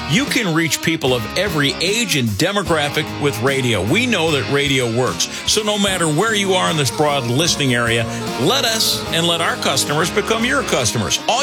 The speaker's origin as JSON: {"language": "English", "town": "Chicago", "region": "Illinois", "country": "United States", "tie": "born or raised there", "said": "You know, as a kid growing up in Chicago, I never thought I'd be able to sit in this chair and say the mighty call-letters WLS."}